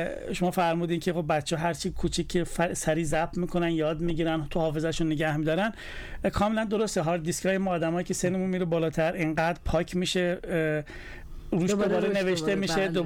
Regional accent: Iran; now in outside Iran; ما ایرانی هستیم

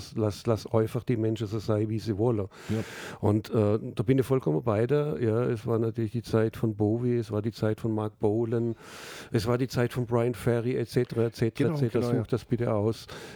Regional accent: Salzburg, Austria; born there; also born or lived in Germany; Ich bin jetzt in Salzburg sozialisiert worden. Ich komme ursprünglich aus dem Deutschen.

